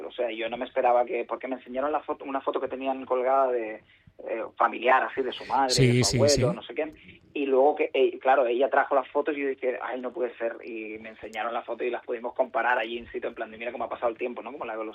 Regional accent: Sant Pere de Ribes, Catalonia, Spain; Yo soy de Sant Pere de Ribes.

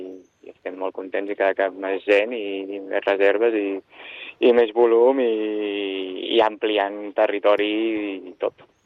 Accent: Sitges, Catalonia, Spain; marxant del meu poble de Sitges i anant a Ribes

